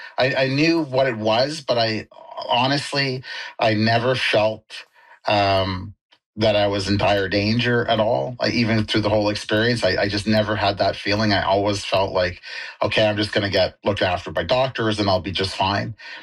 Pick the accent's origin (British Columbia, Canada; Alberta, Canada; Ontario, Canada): British Columbia, Canada; Maple Ridge